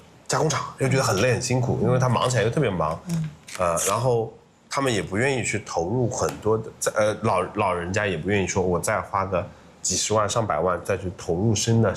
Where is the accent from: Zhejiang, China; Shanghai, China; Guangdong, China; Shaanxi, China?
Zhejiang, China; Ningbo; 我们宁波人